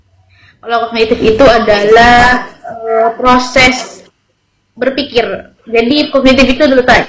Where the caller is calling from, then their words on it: Pragaan, East Java, Indonesia; Saya alamatnya dari Peragaan.